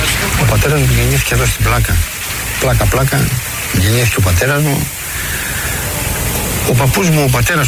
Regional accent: Heraklion, Crete, Greece; είναι αραβικό. Εν πάση περιπτώσει, γεννήθηκα στο Ηράκλειο, πολύ κοντά στην εκκλησία του Αγίου Μινά

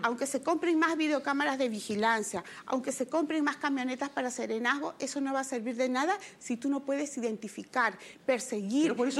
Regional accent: Peru; porque soy madre peruana

